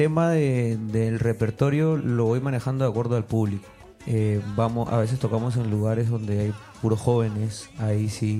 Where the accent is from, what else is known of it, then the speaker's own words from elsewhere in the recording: Peru; No, yo soy peruano.